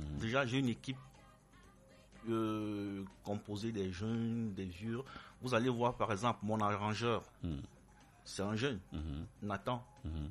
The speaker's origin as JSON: {"language": "French", "region": "Littoral", "country": "Cameroon", "said": "Je chante en Douala, je suis en Douala."}